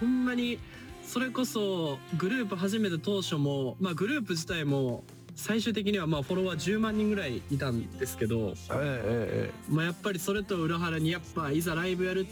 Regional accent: Osaka, Japan; now in Tokyo, Japan; 大阪出身のシンガーソングライターで、今は24歳になりました。

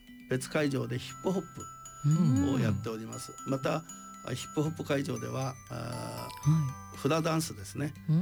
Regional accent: Kamisu, Ibaraki, Japan

